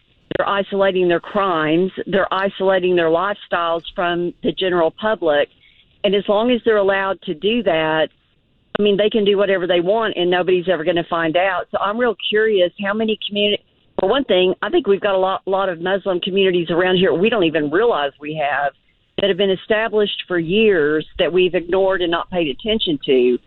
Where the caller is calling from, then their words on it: United States; we're American.